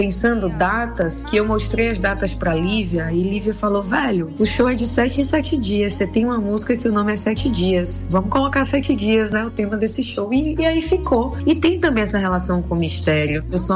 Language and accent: Portuguese; Bahia, Brazil; now in Salvador, Brazil; tanto aqui de Salvador quanto do Recôncavo da Bahia, que é onde eu cresci, São Sebastião, Santo Amaro, Cachoeira.